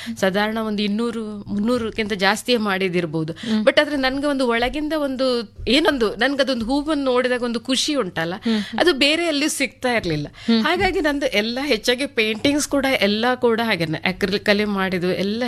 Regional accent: Saligrama, Karnataka, India; born there; moved away as an adult; also born or lived in Sagara / Udupi / Mangalore / Sharjah, UAE; ನಾನು ಆಕ್ಚುಲಿ ಹುಟ್ಟಿ ಬೆಳೆದಿದ್ದು ಸಾಲಿಗ್ರಾಮ, ಕೋಟ, ಉಡುಪಿ ಜಿಲ್ಲೆ ಬರ್ತದೆ.

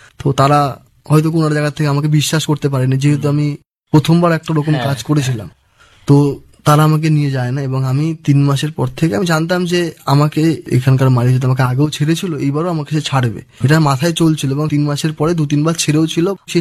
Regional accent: Shyamnagar, West Bengal, India; আমার বাড়ি শ্যামনগর, আমার কলকাতাতেও এক আত্মীয়ের বাড়ি আছে।

